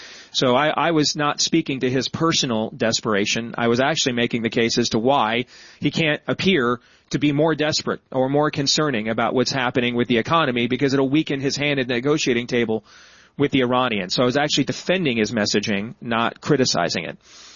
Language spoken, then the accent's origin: English; Iowa, United States; I think in my home state, Randy Feenstra was kind of the dying gasp of that.